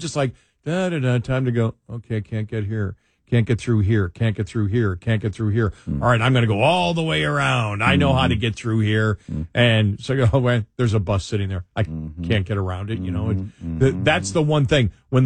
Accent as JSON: {"language": "English", "region": "New York", "country": "United States", "lives_now": "Texas, United States", "said": "I come from New York, Western New York. And in Western New York, school begins after Labor Day."}